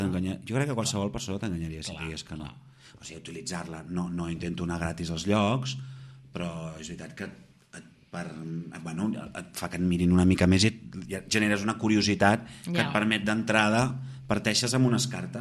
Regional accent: Gelida, Catalonia, Spain; jo és que visc a Gelida, que és el meu poble, la gent del meu poble em coneixen tots, i he tornat a Gelida

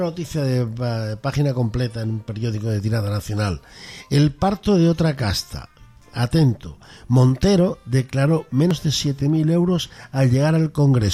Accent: Extremadura, Spain; en mi tierra Extremadura

